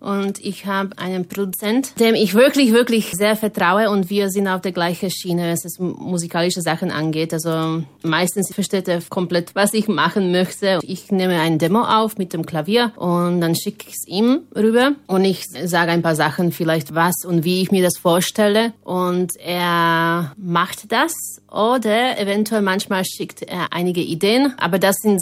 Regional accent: Slovakia; German is a second language; now in Vienna, Austria; das ist meine Nachname. Ich komme aus der Slowakei, habe ungarische Wurzeln und ich wohne und lebe seit einiger Zeit in Wien.

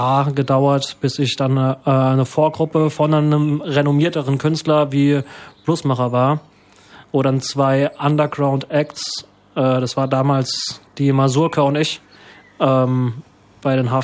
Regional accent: Ludwigshafen, Rhineland-Palatinate, Germany; Genau, also ich komme aus Ludwigshafen

